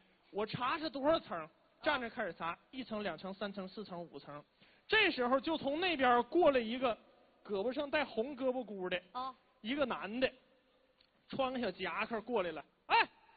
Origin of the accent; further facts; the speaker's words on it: Northeast China, China; 用咱们东北话说